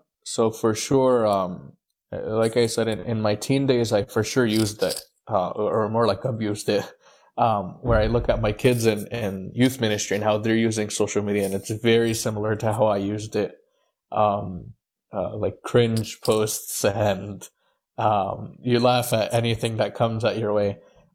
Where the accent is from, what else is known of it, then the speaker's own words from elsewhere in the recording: Houston, Texas, United States; moved away as an adult; also born or lived in Egypt; now in Boston, United States; I was born in Egypt in 2004, came to the U.S. in 2005, and I was raised in Houston, Texas. So my whole life I've grown up in Houston. And then I moved up to Boston in January of 2024 for my studies.